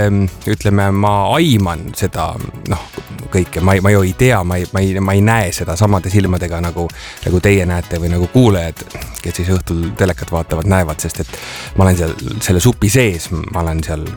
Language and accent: Estonian; Pärnu, Pärnu County, Estonia; Ma olen kasvanud Pärnu rannarajoonis.